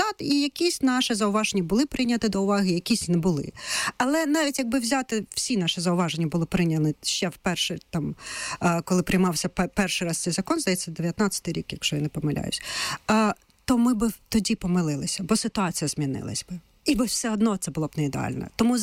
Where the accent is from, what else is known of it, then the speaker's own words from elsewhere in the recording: Luhansk, Luhansk Oblast, Ukraine; Так, дійсно, я сама з Луганська.